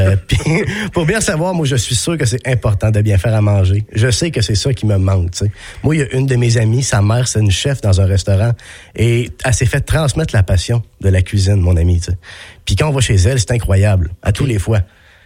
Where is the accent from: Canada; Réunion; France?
Canada; Sainte-Croix, Quebec; now in Montreal, Canada; Moi, je viens. J'ai grandi à Sainte-Croix-de-la-Binière, okay. Pas loin de Québec.